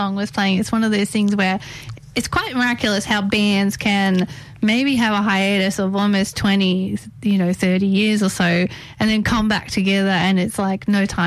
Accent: Sydney, New South Wales, Australia; someone like myself from Western Sydney

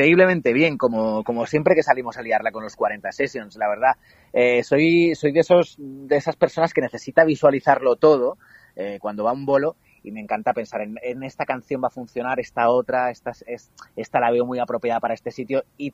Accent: Vitoria, Basque Country, Spain; born there; sí que nací en Vitoria un poco de rebote porque mi padre estaba destinado allí trabajando en la radio.

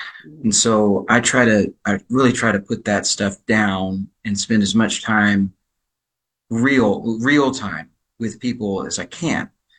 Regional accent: Louisiana, United States; And I was originated from Louisiana. And we spoke two different languages.

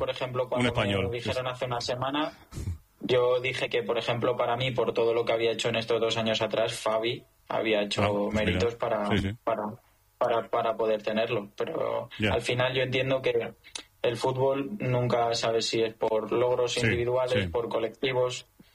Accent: Spain; Ya no solo como aficionado, sino también como español.

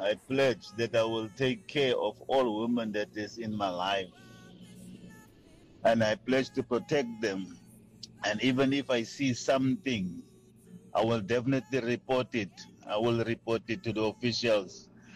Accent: Gqeberha, Eastern Cape, South Africa; from Gqeberha.

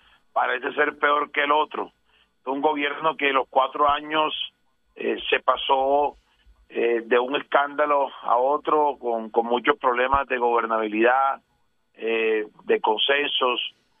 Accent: Magangué, Bolívar, Colombia; moved away; also born or lived in Barranquilla; como bolivarense, yo soy bolivarense, nacido y criado en Marangué, Bolívar, y pues viví gran parte de mi vida en Barranquilla.

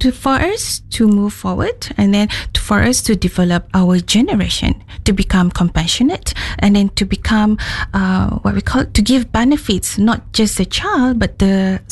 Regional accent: Sarawak, Malaysia; I said, oh, I'm from Sarawak.

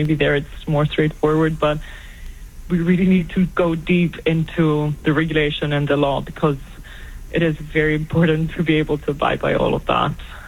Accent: Greece; I love doing projects in Greece. I am from Greece. I've grown up going to Antiparos, and it's my island that feels like home every summer.

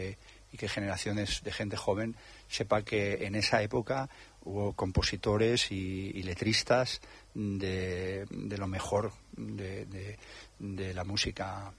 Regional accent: Valencian Community, Spain; also born or lived in Madrid; yo vivía en Madrid. No es que haya dejado de vivir, pero como valenciano, a mí la terreta me tira mucho. Y el clima y la playa y el sol. Yo soy afortunado de los que viven enfrente del mar todo el año.

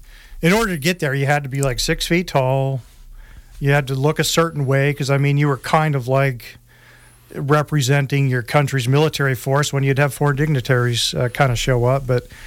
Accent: Wyoming, United States; I grew up kind of in the grasslands of northeastern Wyoming.

